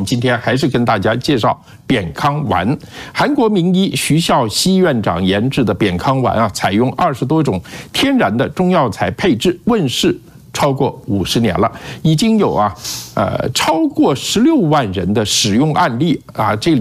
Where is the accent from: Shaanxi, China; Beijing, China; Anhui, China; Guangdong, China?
Guangdong, China; Guangzhou; 我告诉大家那就是我长大的地方，广州。